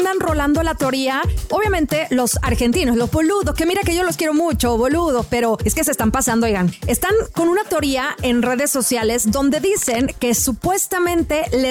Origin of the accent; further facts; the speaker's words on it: Mexico; Pregúntenme a mí, si soy mexicana, pues cómo no va a doler que pierda uno, ¿verdad?